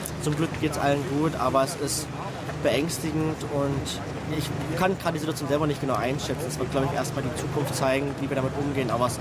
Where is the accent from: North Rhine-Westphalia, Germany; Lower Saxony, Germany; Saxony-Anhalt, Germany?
Saxony-Anhalt, Germany; Magdeburg; Also ich komme aus Magdeburg, wir hatten vor 2 Jahren selbst eine Hütte gehabt auf dem Weihnachtsmarkt